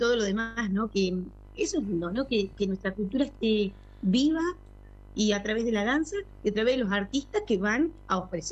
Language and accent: Spanish; Buenos Aires Province, Argentina; somos sureros por esencia, somos bonaerenses